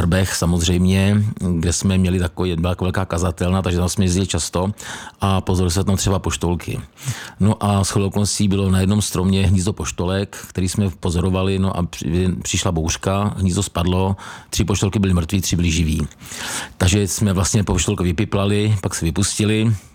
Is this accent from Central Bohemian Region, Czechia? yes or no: yes; Kladno, Central Bohemian Region, Czechia; Já jsem tady původem z Kladna